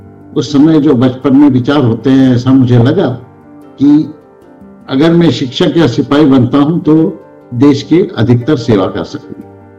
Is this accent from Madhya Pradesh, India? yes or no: yes; Madhya Pradesh, India; also born or lived in Indore; पढ़ा मध्य प्रदेश में, वहाँ सब हिंदी में पढ़ाई करी, शुरू के कुछ वर्षों में मराठी में पढ़ाई करी थी।